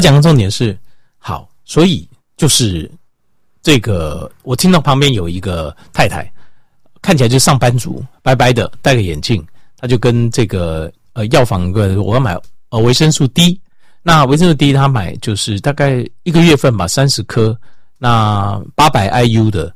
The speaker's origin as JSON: {"language": "Chinese", "country": "Taiwan"}